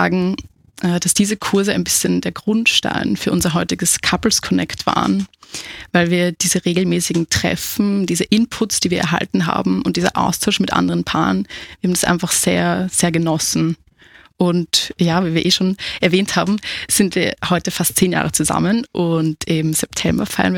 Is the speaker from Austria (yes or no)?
yes; Vienna, Austria; Wir kommen beide aus Wien und dort wohnen wir auch im zweiten Bezirk.